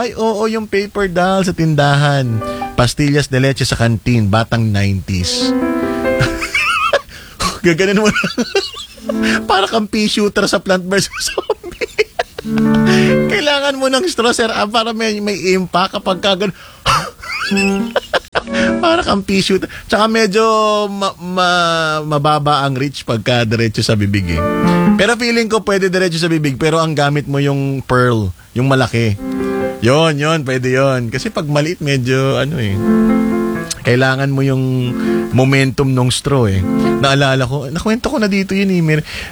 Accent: Quezon, Calabarzon, Philippines; Ang tawag sa amin sa Quezon na nagpupulad ng sabo.

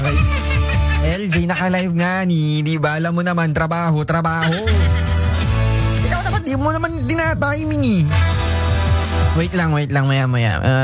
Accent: Reina Mercedes, Cagayan Valley, Philippines; now in Santiago City, Philippines; ang father ko po nag-originate talaga sa tumawi ni Isabela. Although born and raised from Reyna Mercedes, then may mga kamag-anak kami from Cabagan, Isabela. Ngayon po nagre-reside ako sa Santiago. Di ba wala dun sa nasabi kong mga lugar? Taga dito po ako sa Santiago City

